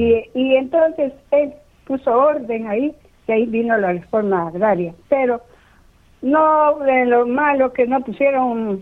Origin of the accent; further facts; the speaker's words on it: Huancavelica, Peru; moved away; que fue a mi tierra, Huancavelica